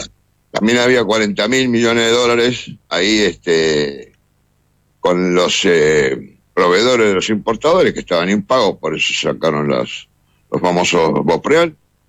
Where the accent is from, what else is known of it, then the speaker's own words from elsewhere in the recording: Argentina; moved away as an adult; also born or lived in United States; no estaba en Argentina, pero lo seguía porque como argentino uno sigue todo.